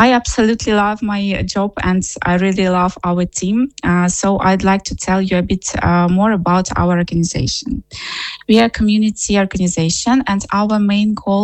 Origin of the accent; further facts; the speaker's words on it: Ukraine; English is a second language; moved away as an adult; now in Ireland; I'm originally from Ukraine. I came to Ireland in May 2022 because of the war in Ukraine. I had basic English